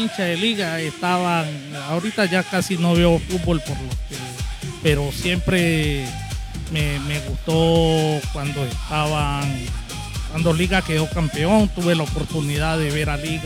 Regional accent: Táchira, Venezuela; Yo soy de Táchira.

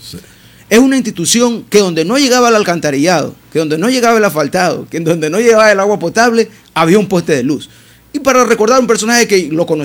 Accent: Rocafuerte, Manabí, Ecuador; Yo soy de Mate, de Rocadura, de Rocafuerte.

